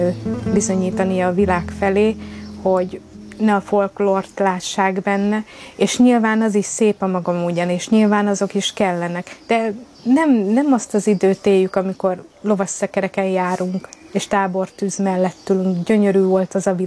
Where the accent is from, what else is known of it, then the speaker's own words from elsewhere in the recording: Hungary; born there; És roma vagyok, de én itt születtem, én magyarul beszélek, én magyarul adózok, magyarul álmodom, magyarul imádkozom, minden magyarul csinálok.